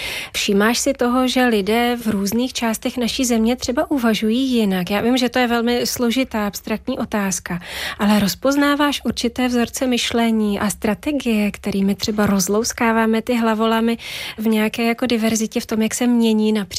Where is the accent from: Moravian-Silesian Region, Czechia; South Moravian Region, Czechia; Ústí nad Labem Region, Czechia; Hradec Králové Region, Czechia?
Ústí nad Labem Region, Czechia; Louny; To je moje rodné město Louny.